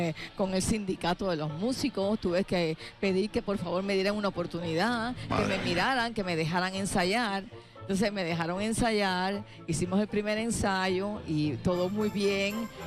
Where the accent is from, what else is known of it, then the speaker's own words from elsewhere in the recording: Cuba; now in Miami, United States; yo como cubana exiliada en Estados Unidos